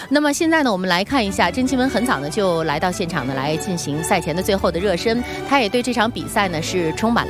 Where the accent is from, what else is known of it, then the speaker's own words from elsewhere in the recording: China; 我们中国人